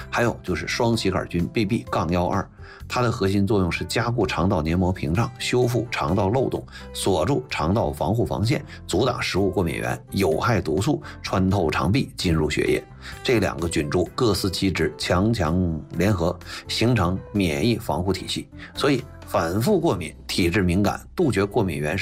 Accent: China

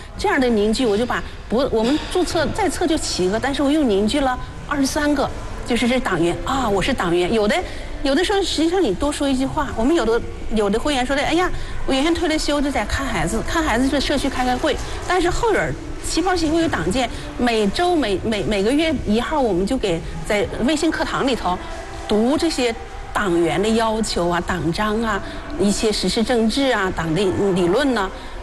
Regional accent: Northeast China, China; moved away; also born or lived in Hangzhou; 在杭州上学的时候，那时候20多岁嘛，是团员，正好在那个，因为咱们东北人在南方说话的时候好听，然后普通话说得好

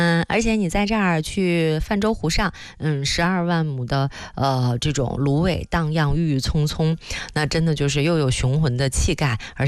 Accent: Hebei, China; moved away; 白洋淀。这儿呢是我的老家啊。

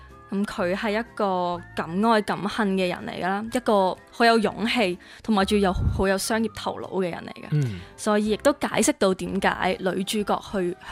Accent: Macau; 我都是澳门人

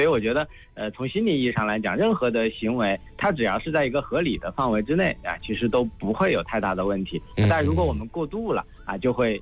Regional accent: China; 我们中国人一直都会认为就别人家的事情我们尽量不要插嘴

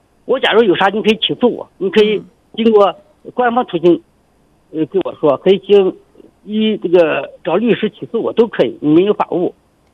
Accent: Anhui, China; moved away as an adult; now in Xinjiang, China; 因为我们老家安徽的，跑了几千公里到这里到新疆来做生意

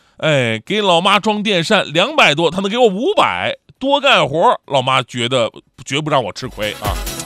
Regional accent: Changchun, Jilin, China; moved away; 就我老家吉林长春

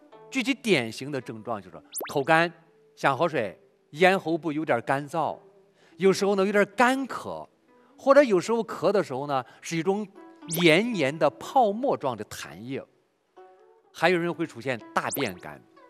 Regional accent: China; 我们中国人都知道说不能见凉的

